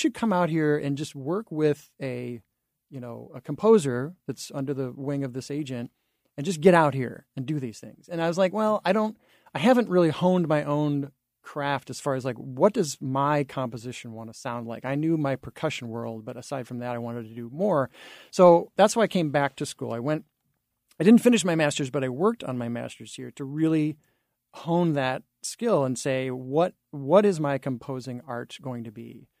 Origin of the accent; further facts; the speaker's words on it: Normal, Illinois, United States; When I was growing up in Normal, of course, we had Illinois State University in our backyard.